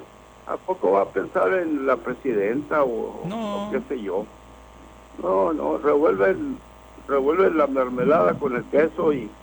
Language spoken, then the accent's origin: Spanish; Mexico; viva México, porque México es de todos los mexicanos, estemos donde estemos, pero somos mexicanos, ¿no, Carlito?